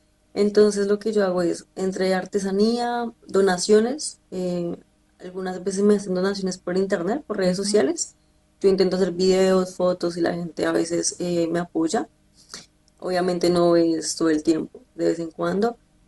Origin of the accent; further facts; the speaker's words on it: Colombia; hola, soy de Colombia, estoy viajando en bici, ¿será que puedo dormir en tu jardín esa noche?